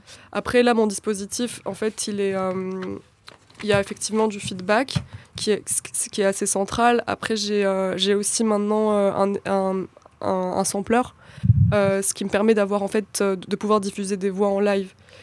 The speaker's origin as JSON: {"language": "French", "region": "Kabylie", "country": "Algeria", "said": "moi aussi je suis kabyle, donc on parle un peu Azul Flawen, etc."}